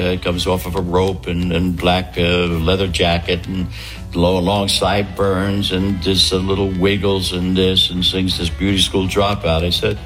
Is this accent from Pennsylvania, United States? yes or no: yes; Philadelphia, Pennsylvania, United States; a kid that I grew up with in South Philly, a lot of Italian kids